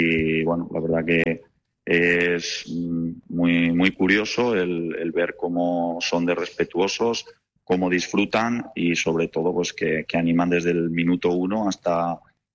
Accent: Spain; now in Japan; ahora podemos decir con orgullo que somos españoles y que estamos muy bien considerados.

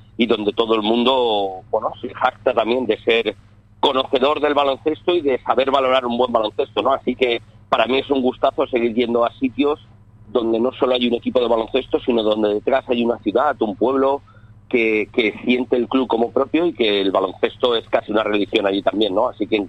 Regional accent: Gandia, Valencian Community, Spain; moved away; Gandía, de donde yo soy

